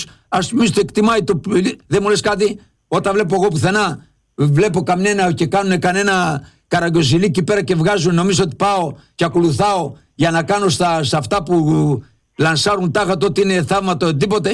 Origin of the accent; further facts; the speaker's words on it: Englouvi, Ionian Islands, Greece; Εγώ είμαι από την Εγκλουβή εκεί που βγάζουν τη φακή δίπλα την Καριά.